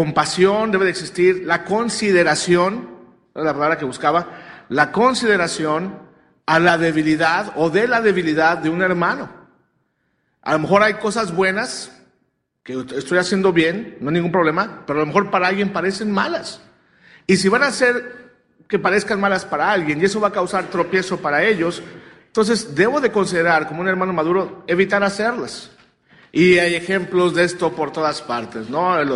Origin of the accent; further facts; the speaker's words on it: Mexico; Si usted creció como yo crecí en México, sin arbolito de Navidad, pues no queda traumado uno